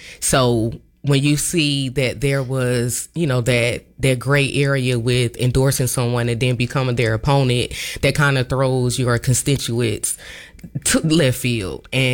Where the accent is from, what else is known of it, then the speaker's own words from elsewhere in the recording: Augusta, Georgia, United States; now in Grovetown, United States; I was raised in Richmond County. I'm a product from Butler High School. My roots are in Richmond County before I got to Grovetown.